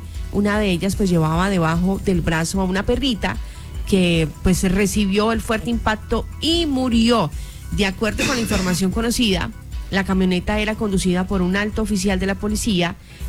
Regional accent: Carmen de Apicalá, Tolima, Colombia; Apicalá, de mi tierra.

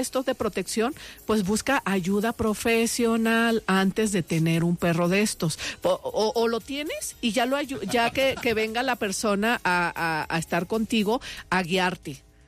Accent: Guadalajara, Jalisco, Mexico; Sí, soy tapatía.

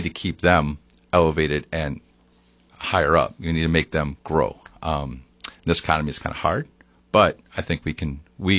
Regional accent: Sandwich, Illinois, United States; now in Yorkville, United States; Home is Yorkville. But I grew up in Sandwich, and I've been living this whole area my whole life, my family too.

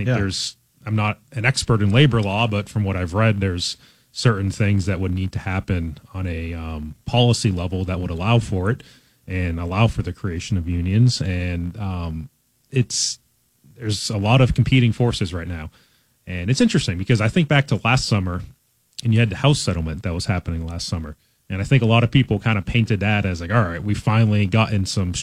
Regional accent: Buffalo, New York, United States; moved away; They didn't have them in Buffalo. And I came from Buffalo down here.

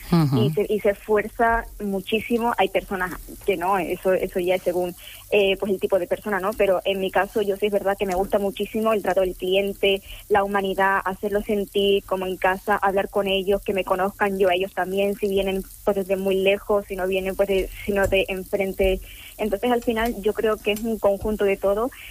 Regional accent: Canary Islands, Spain; Canarias, que bueno, es la parte que me toca a mí también, porque al final soy canaria y tengo que tirar siempre a la tierra.

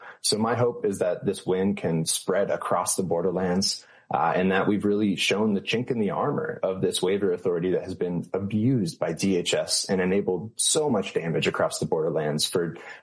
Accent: Arizona, United States; We have seen walls go up across the vast majority of my home state of Arizona

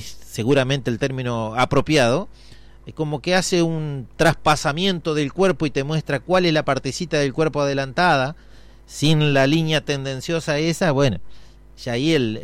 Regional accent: Argentina; Y somos tan argentinos

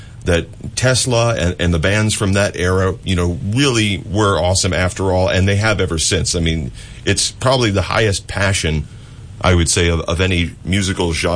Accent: Fairfield, California, United States; I grew up in Fairfield, not far from Sacramento.

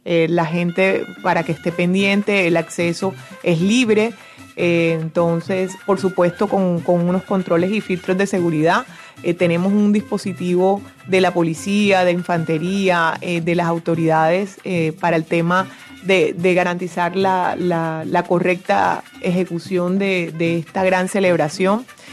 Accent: Cartagena, Bolívar, Colombia; Realmente yo como cartagenera lo que quiero es invitar a los que somos cartageneros a que nos apropiemos

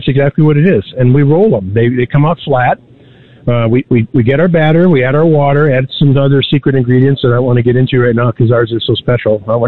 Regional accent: Minneapolis, Minnesota, United States; The one I went to was near my hometown in Minneapolis.

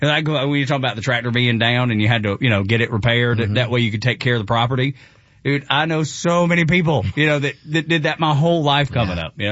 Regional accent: Dalton, Georgia, United States; growing up in Northwest Georgia

